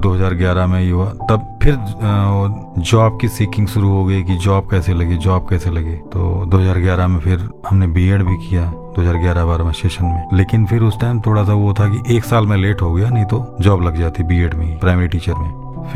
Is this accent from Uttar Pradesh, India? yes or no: yes; Varanasi, Uttar Pradesh, India; मैं ये बताया कि मैं बनारस से आया हूँ, तो उनको इंटरेस्ट आ गया